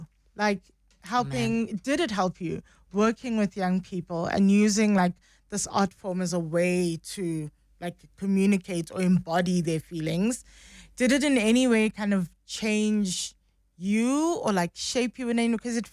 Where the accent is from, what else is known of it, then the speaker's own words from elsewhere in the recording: Johannesburg, Gauteng, South Africa; And I grew up in Joburg.